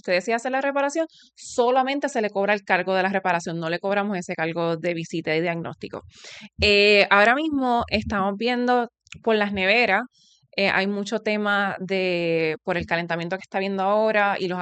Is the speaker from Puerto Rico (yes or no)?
yes; Puerto Rico; born there; moved away as an adult; also born or lived in New York / Amsterdam